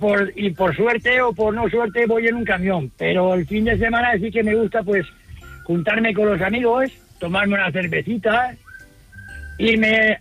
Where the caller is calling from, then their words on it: Valencian Community, Spain; de Barcelona no, soy valenciano.